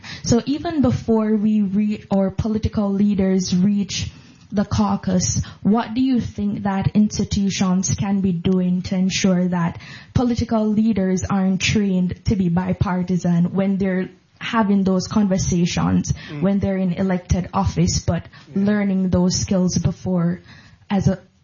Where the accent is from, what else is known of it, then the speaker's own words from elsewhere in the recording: Jamaica; now in United States; I'm originally from Jamaica. So coming to America for the first time in 2016, to know being a rising senior at Williams College in Massachusetts, it was a very big transition for me. I grew up in a very rural community in Jamaica